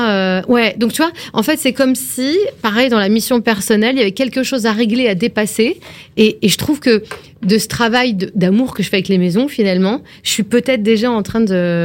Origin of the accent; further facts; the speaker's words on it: Dieppe, Normandy, France; born there; je suis née à Dieppe